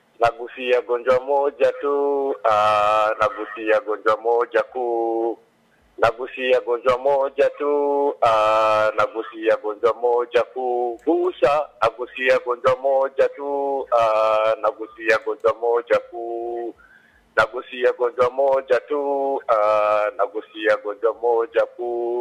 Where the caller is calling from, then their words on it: Ukerewe, Mwanza, Tanzania; natoka Ukerewe ya Bweko Mchangani.